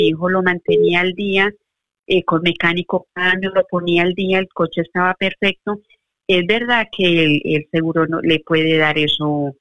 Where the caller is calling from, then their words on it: Valencia, Valencian Community, Spain; llamo desde Valencia.